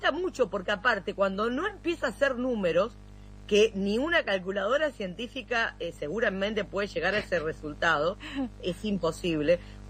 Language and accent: Spanish; Santa Fe, Argentina; Yo no soy de Rosario, ustedes lo saben, soy de una localidad del interior de la provincia de Santa Fe, y como en todas las localidades chicas, más allá de que es una ciudad, no es un pueblo